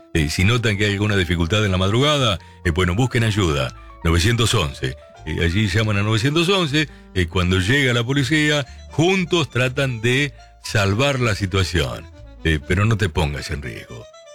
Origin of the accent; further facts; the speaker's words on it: Villa de Mayo, Buenos Aires Province, Argentina; escuchándote desde mi trabajo de vigilancia en Escobar, aunque yo soy de Villa de Mayo.